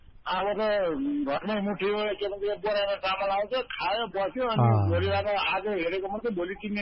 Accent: Nepalgunj, Lumbini Province, Nepal; also born or lived in Syangja / Pokhara; now in Bagmara, Nepal; बाल्यकाल नेपालगञ्ज खजुरा बाँकी म मेरो बाल्यकालले जवानी नै हुर्कियो. अहिले यो पेन्टिङ जगतमा म यहाँ पोखरामा बसेको, अमरसिंहमा बसेको पहिला, अहिले चाहिँ म बागमारामा

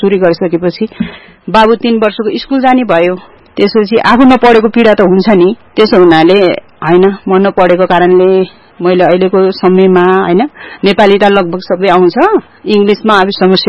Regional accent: Himachal Pradesh, India; also born or lived in Madi Rural Municipality, Nepal; now in Ghorahi, Nepal; मेरो जन्म चाहिँ इन्डियामा भयो, हिमाचलमा। म हुर्किने बढ्ने उतै इन्डियातिर भयो। त्यसपछि म 56 सालमा नेपाल आएको, 56 सालमा नेपाल आएर 2 वर्ष चाहिँ म आफ्नो माडी गाउँपालिका घरती गाउँ पर्छ अहिले, त्यही बस्यो 2 वर्ष जति।

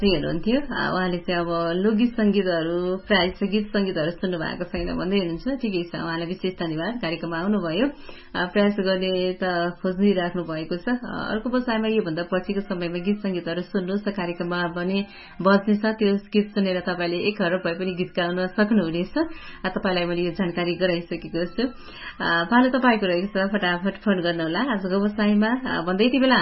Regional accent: Bagmati, Nepal; मेरो घर रामेछाप नै हो नि

